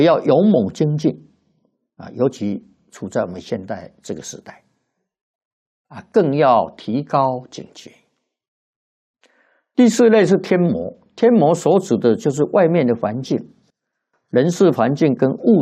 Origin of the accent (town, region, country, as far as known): China